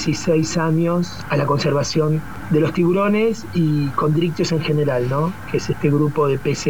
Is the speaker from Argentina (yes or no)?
yes; Mar del Plata, Buenos Aires Province, Argentina; Yo soy egresado de la Universidad Nacional de Mar del Plata con orientación marina, soy marplatense y siempre tuve un vínculo de chico con el mar